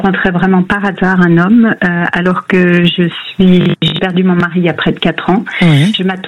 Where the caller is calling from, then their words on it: Provence-Alpes-Côte d'Azur, France; Et je vous appelle … dans les Alpes-Maritimes.